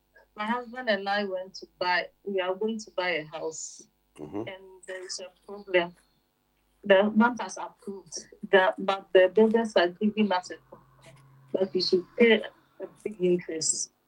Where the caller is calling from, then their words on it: Canada; I'm calling from Canada.